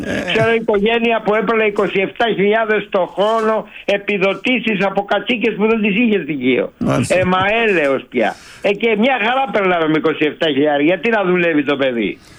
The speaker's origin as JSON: {"language": "Greek", "area": "Chios", "region": "North Aegean", "country": "Greece", "tie": "born or raised there", "said": "Ηχείος είναι η πατρίδα μου."}